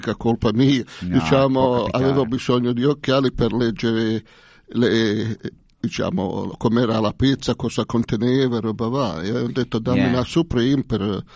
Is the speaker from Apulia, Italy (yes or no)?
yes; Molfetta, Apulia, Italy; born there; moved away; Io sono nato a Molfetta.